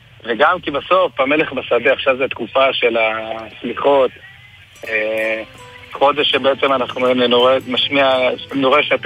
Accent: Jerusalem, Jerusalem District, Israel; אני גדלתי ברוך השם עובדות חרדים, בארנוב, שכונת ירושלים, תשעה אחים.

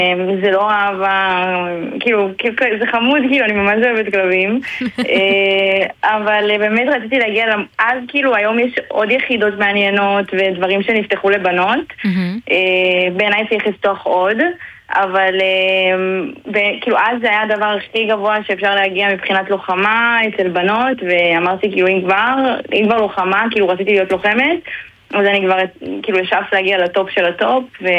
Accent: Ashkelon, Southern District, Israel; moved away as an adult; now in Tel Aviv, Israel; אני בת 23, אני במקור מאשקלון, היום אני גרה בתל אביב.

